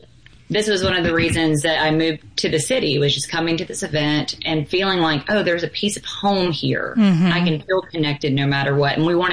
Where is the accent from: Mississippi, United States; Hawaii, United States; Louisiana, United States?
Mississippi, United States; Jackson; Like, I'm from Jackson.